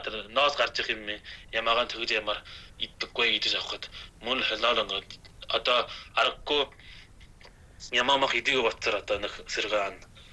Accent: Inner Mongolia, China; Манай өвөр Монгол орн хол хол сууж байгаа биш үү да.

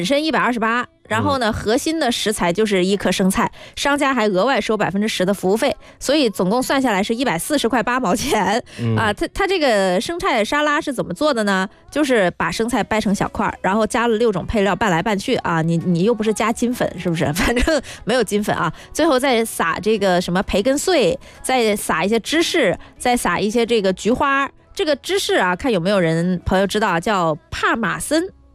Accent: Guangdong, China; 这个像我们广东人是。对吃绿叶菜有执念的

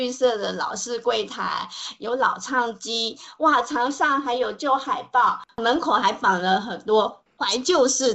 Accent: Tamsui, New Taipei, Taiwan; 这就是我在看到文彦老街日落的景象，也是联想到我的家乡淡水这边，所以也跟大家分享。

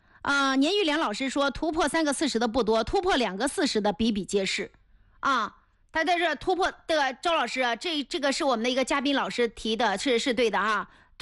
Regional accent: northern China, China; 俺是北方人

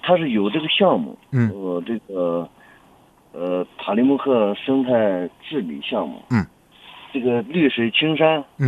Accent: Shandong, China; accent: Shandong; now in Baicheng, China; 因为我本身是山东人。

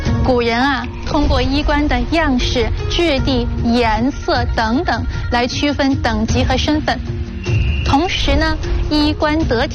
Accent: China; 作为中国人啊

